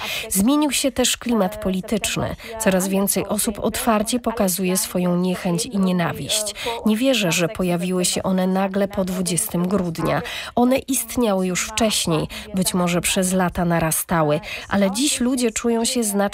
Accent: Georgia; Polish is a second language; moved away; Sama pochodzę z Gruzji. Każdego dnia rozmawiam przez telefon z mamą.

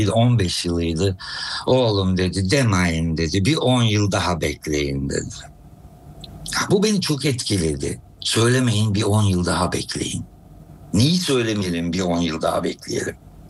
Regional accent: Istanbul, Turkey; Ve İstanbul'da bir Rum köyüne yerleşiyorlar. Bu köy bir Rumların gönderilip Selaniklilerin getirildiği Kadıköy'e çok yakın bir köy. Ben orada doğdum. Böyle bostanlarla çevrili, işte akarsular, yemyeşil her taraf çok güzel bir yerdi.

